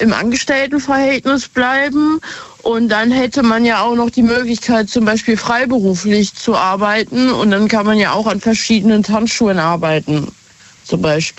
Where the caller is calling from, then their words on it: Hanover, Lower Saxony, Germany; Aus Hannover tatsächlich.